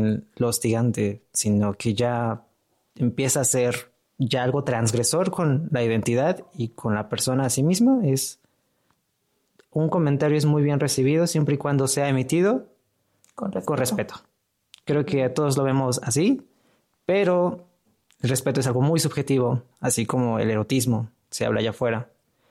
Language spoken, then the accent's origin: Spanish; Mexico; todos somos mexicanas